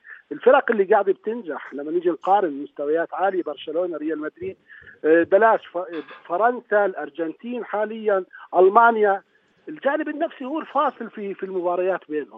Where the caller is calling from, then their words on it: Jordan; انا كمدرب بالعكس، يعني انا بحكي من الاردن، خلصت كاس عالم، بس الاردن وصلت سلامي لكاس العالم